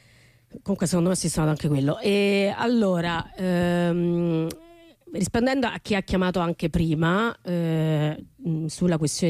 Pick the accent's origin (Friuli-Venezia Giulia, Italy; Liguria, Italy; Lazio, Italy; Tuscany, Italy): Tuscany, Italy; Volevo scrivere delle mille volte in cui da toscani ci siamo canzonati, criticati senza mai avercene a male.